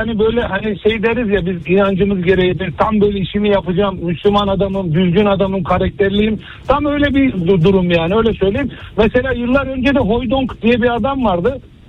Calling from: Istanbul, Turkey; İstanbul'dan arıyorum ben

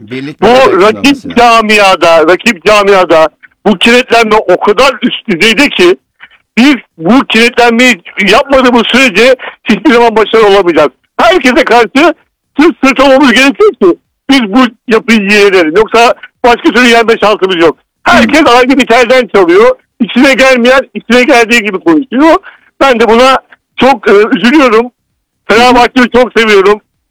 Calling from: Istanbul, Turkey; arıyorum ben.

